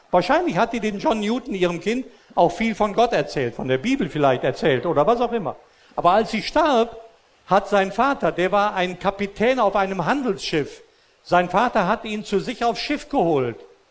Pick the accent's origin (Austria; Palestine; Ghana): Austria; Ich bin ja in Österreich groß geworden, als römisch-katholischer Christ, ordentlich erzogen und so weiter.